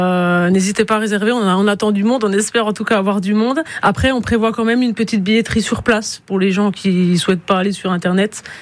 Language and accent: French; Sochaux, Bourgogne-Franche-Comté, France; En plus, comme on est de Sochaux, on a l'occasion avec la commune d'avoir la Malse.